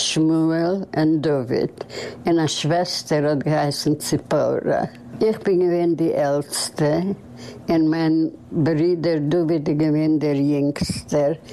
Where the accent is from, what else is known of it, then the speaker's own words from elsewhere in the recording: Vranov nad Topľou, Prešov Region, Slovakia; German is a second language; also born or lived in Poland; Ich bin geboren geworden in Polen, weil meine Mama ist gekommen von dort. Aber gewohnt haben wir in der Tschechoslowakischen Republik, in dem Teil von Slowakia, von Slowakei, wo es das hat geheißen Vranov nad Toplo.